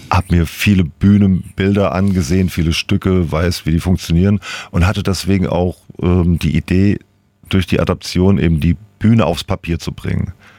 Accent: Giessen, Hesse, Germany; Ich komme aus Gießen, genau, wo Büchner ja auch mal studiert hat.

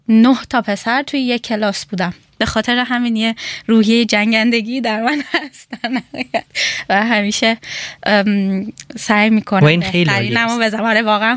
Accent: Iran; moved away as an adult; now in Germany; اول قرار بود که در مورد زندگیم تو ایران توضیح بدم

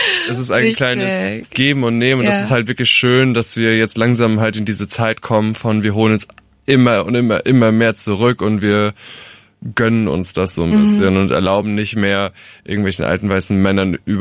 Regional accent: Rhineland-Palatinate, Germany; als kleiner Junge in einem 400-Einwohner-Dorf mit 20% AfD aufzuwachsen

